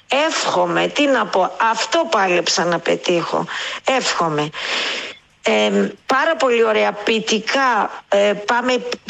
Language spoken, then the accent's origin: Greek; Greece; also born or lived in Australia; Υπήρξα κι εγώ παιδί ομογενών, γεννήθηκα στην Αυστραλία και ήρθα μικρή από εκεί.